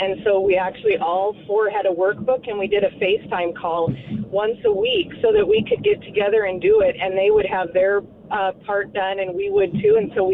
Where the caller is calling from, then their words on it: Grand Island, Nebraska, United States; Grand Island, Nebraska.